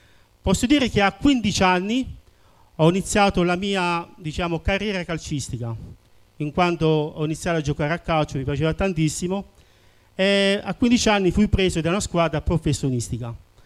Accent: Manfredonia, Apulia, Italy; ho 55 anni e sono di Manfredonia.

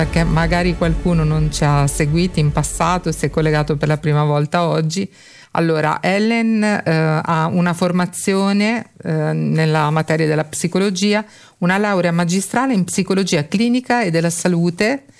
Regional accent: Bologna, Emilia-Romagna, Italy; Io sono cresciuta a Bologna

